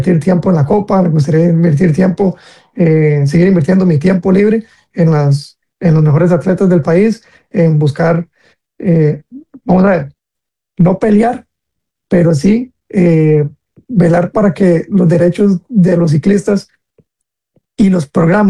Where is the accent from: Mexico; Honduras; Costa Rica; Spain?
Costa Rica; como costarricenses, nos acostumbramos a que alguien salga así de bueno cada 10 años